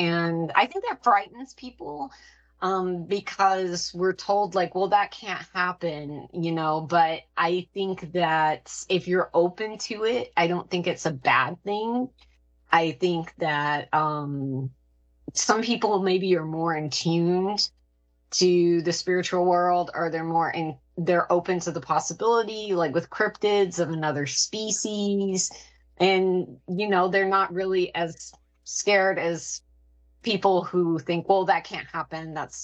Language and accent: English; Arkansas, United States; born or raised there; also born or lived in Texas